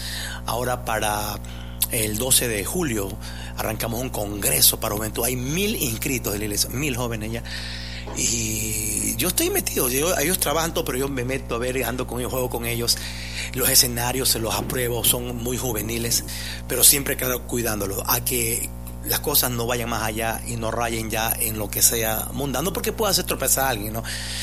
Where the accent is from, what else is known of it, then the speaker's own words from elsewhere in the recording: Guayaquil, Guayas, Ecuador; born there; moved away as an adult; now in La Libertad, Ecuador; Nacimos en Guayaquil, pero fuimos llamados a la obra del Señor a una hora y media en Guayaquil, Salinas, en La Libertad precisamente.